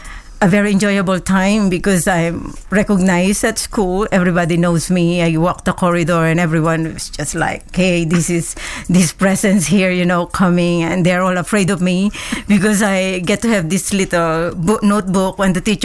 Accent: Philippines; I was born in the Philippines. It's, it's a very little town north of Manila. And I grew up there. It's a very quiet town and about 2 hours drive to Manila, which is our capital city.

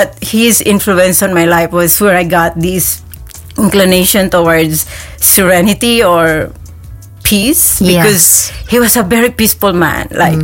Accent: Philippines; Well, I was born in the Philippines. It's a very little town north of Manila. And I grew up there. It's a very quiet town and about 2 hours drive to Manila, which is our capital city.

